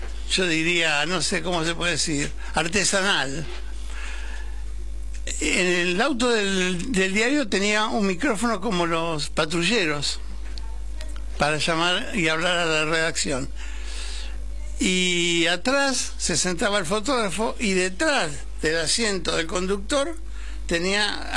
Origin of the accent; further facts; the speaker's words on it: San Antonio de Areco, Buenos Aires Province, Argentina; now in Quilmes, Argentina; yo soy de San Antonio de Areco, soy quilmeño por adopción.